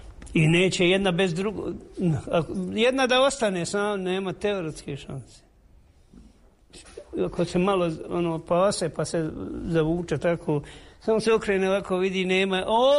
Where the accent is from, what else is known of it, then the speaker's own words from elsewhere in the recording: Konjic, Federation of Bosnia and Herzegovina, Bosnia & Herzegovina; now in Višegrad, Bosnia and Herzegovina; ja sam inače izbjegao iz Konjica u Višegrad, tako da sam bio prinuđen da ti treba, moraš raditi